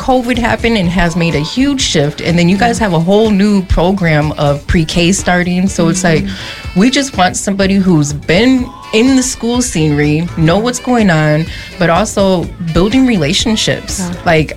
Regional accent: St. Paul, Minnesota, United States; growing up in the Rondo community

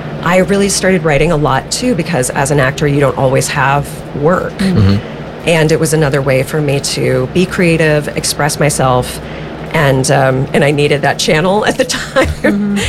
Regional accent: Minnesota, United States; I grew up in Minnesota, and I got involved in theater.

